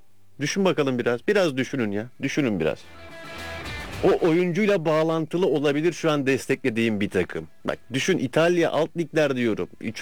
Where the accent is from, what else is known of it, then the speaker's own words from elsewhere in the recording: Istanbul, Turkey; Doğma büyüme İstanbulluyum ama çocukluğumdan beri Boca Juniors taraftarıyım.